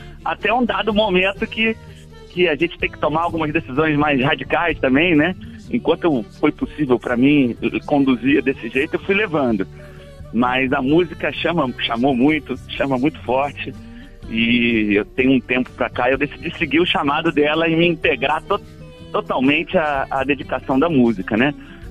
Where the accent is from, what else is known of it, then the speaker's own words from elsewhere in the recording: Rio de Janeiro, Brazil; moved away as an adult; now in Federal District, Brazil; eu cresci na Tijuca, né? No Rio de Janeiro, hoje sou radicado no Distrito Federal, mas cresci na Tijuca